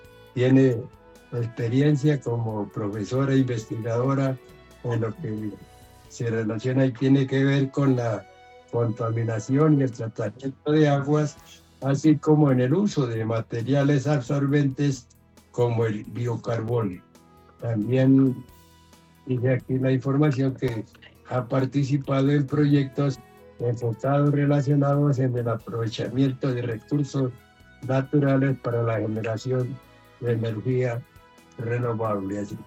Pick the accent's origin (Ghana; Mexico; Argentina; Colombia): Colombia; Casanare; decimos en mi tierra casanareña